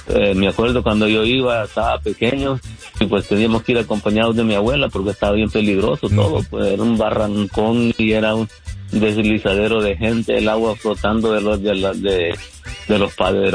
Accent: Sonsonate, El Salvador; No, lo que pasa es que pues soy de esa área, ¿verdad? Y yo me daba cuenta, ¿y por qué allá abajo le dicen los tres ríos?

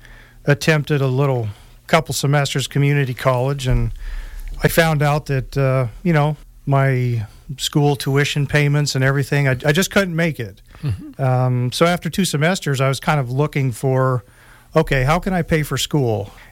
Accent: Wyoming, United States; I grew up kind of in the grasslands of northeastern Wyoming.

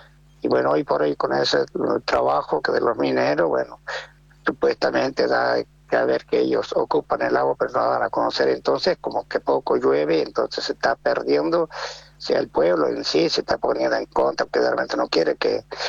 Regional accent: Jujuy, Argentina; also born or lived in Buenos Aires; now in San Salvador de Jujuy, Argentina; Yo me iba, trabajaba cuando vine del departamento de Rinconada, San Salvador de Jujuy. Yo iba a la escuela nocturna. Y ahí aprendí el oficio. Y después que terminé de aprender el oficio, me fui a Buenos Aires con mi oficio

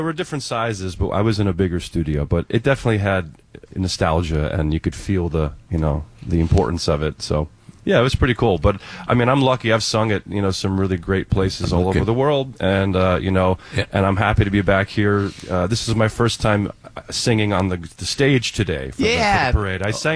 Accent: Clinton, New Jersey, United States; also born or lived in Summit; I grew up, I was born in Summit, then I grew up in near Clinton.

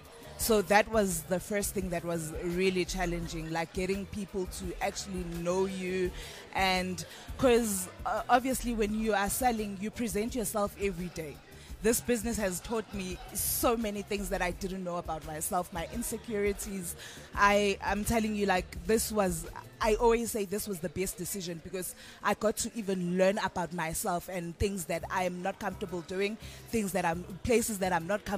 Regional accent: South Africa; as a South African and also an entrepreneur

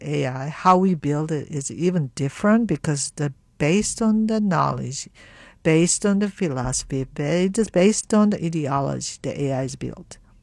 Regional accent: United States; who we are as American

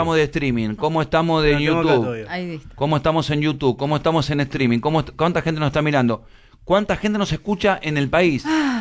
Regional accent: Argentina

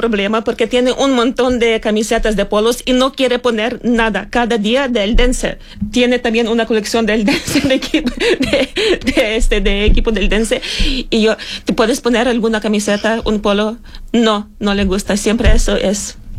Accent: Ukraine; no, por favor, somos ucranianos toda la vida

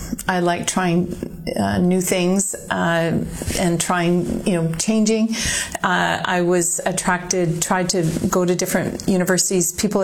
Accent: Kamloops, British Columbia, Canada; also born or lived in East Coast, Canada; You know, growing up in Kamloops, I really thought I was good at French until I moved to the East Coast and realized there were actually people that could really speak French.

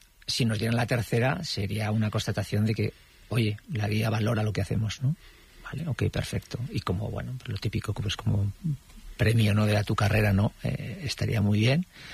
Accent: Vitoria-Gasteiz, Basque Country, Spain; me paso con el coche por la casa donde yo nací. No nací en la casa, ¿entiendes? Pero donde viví toda mi infancia, hasta que me marché de casa, que estaba en un barrio obrero, en Zaramaga

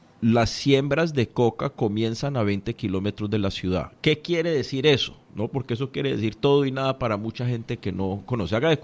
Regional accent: Cali, Valle del Cauca, Colombia; estamos haciendo un llamado a la ciudadanía a que nos sintamos orgullosos como caleños.

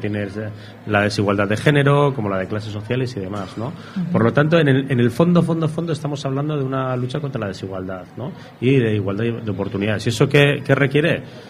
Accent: Ermua, Basque Country, Spain; Spanish is a second language; No, pues yo soy de Ermua, ya, pero ¿de dónde? Que soy de Ermua.

